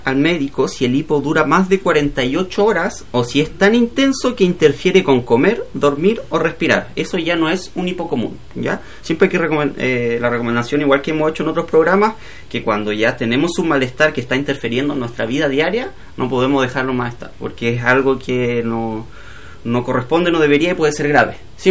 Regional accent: Maullín, Los Lagos, Chile; harta gente de Maullín lo conocía de mi pueblo.

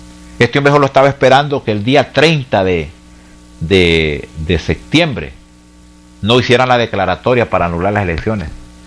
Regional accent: Honduras; estamos cansados, estamos molestos como pueblo hondureño.

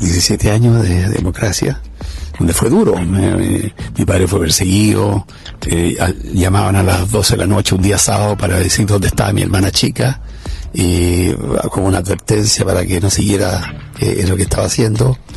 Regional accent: Chile; tuve también la oportunidad de trabajar 10 años, digamos, fuera de Chile, en Brasil y luego en Europa. Pero claro, yo me siento muy chileno

